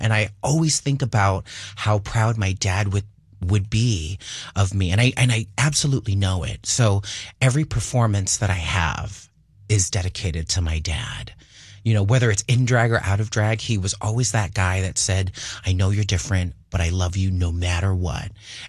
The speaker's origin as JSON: {"language": "English", "town": "Fresno", "region": "California", "country": "United States", "tie": "born there", "also_born_or_lived": "Massachusetts", "moved": "yes", "said": "I did do some growing up in Fresno, California"}